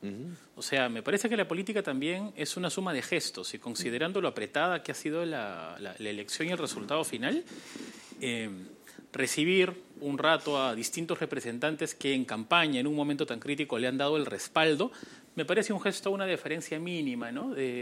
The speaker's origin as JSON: {"language": "Spanish", "town": "Cotahuasi", "region": "Arequipa", "country": "Peru", "said": "Cotahuasi."}